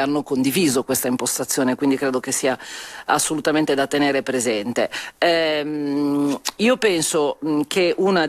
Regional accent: Liguria, Italy; parlo anche da Ligure

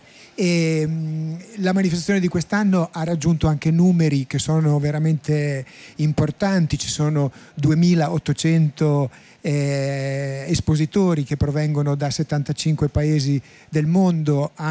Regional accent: Rimini, Emilia-Romagna, Italy; siamo di Rimini e questo è il nostro cuore

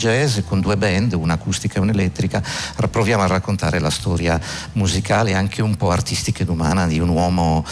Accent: Berchidda, Sardinia, Italy; sul palco di Berchida, nel mio paese

